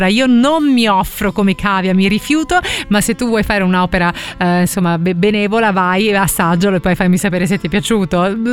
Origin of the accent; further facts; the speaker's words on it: Naples, Campania, Italy; Io da buona partenopea